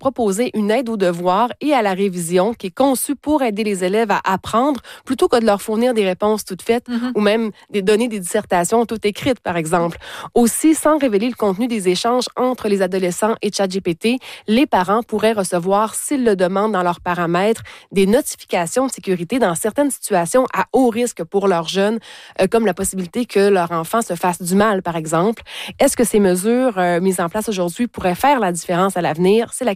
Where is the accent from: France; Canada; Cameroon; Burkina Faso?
Canada; Chez nous, au Canada